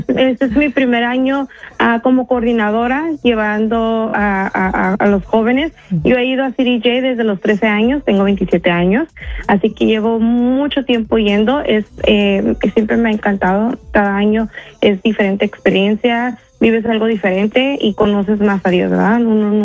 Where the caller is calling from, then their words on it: Chula Vista, California, United States; nosotros somos de San Diego, Chulavista, somos de la parroquia Most Precious Blood Church